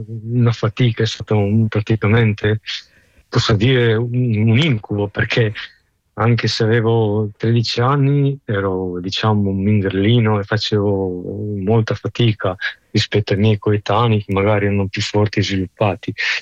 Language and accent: Italian; Šišan, Istria County, Croatia; io sono nato a Sissano, vicino a Pola